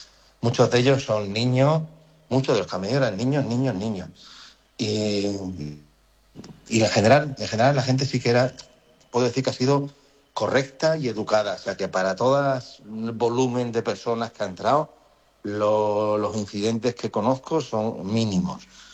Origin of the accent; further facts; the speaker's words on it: Spain; yo como español lo primero que me sale es están violando mi frontera